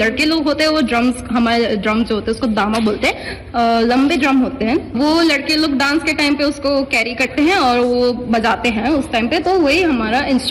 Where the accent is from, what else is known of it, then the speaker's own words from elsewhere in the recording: Meghalaya, India; मैं मेघालय से हूँ, गारो ट्राइब से।